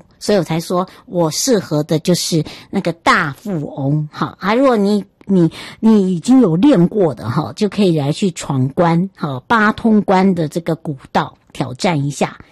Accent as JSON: {"language": "Chinese", "town": "Yuli", "region": "Hualien County", "country": "Taiwan", "tie": "born or raised there", "said": "那整个活动呢是10月18号在玉里，那么在这个我的家乡齁、哦、来正式启动"}